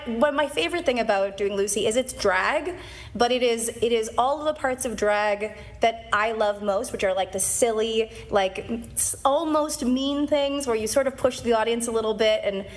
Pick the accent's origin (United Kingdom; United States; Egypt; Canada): Canada; So, and I'm Canadian, so it's even worse.